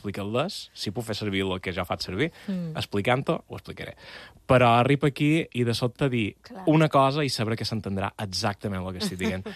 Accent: Balearic Islands, Spain; now in Catalonia, Spain; com a mallorquí que no viu a Mallorca, sí que viu a Catalunya, sí que viu en català, en el meu cas, en mallorquí

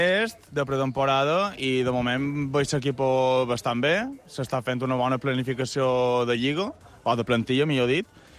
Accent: Balearic Islands, Spain; jo com a mallorquí i mallorquinista, jo m'ha agradat molt i m'ha cultivat.

